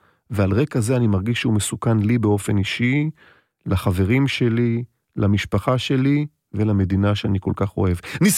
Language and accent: Hebrew; Bnei Brak, Tel Aviv District, Israel; אני מבני ברק.